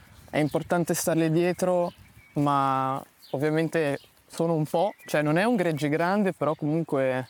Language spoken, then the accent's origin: Italian; Bologna, Emilia-Romagna, Italy; moved away; Io sono di Bologna e quindi ero abituato a una vita molto urbana